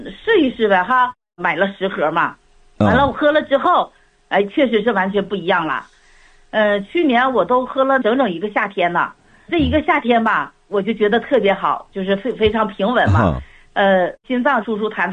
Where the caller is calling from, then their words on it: Northeast China, China; 我是东北人